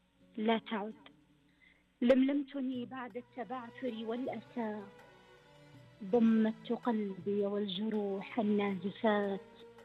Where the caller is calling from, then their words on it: Taif, Makkah Province, Saudi Arabia; أكلمك من محافظة الطائف